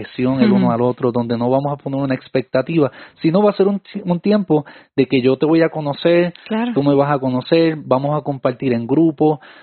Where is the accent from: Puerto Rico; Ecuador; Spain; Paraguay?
Puerto Rico; por lo menos en mi país, en Puerto Rico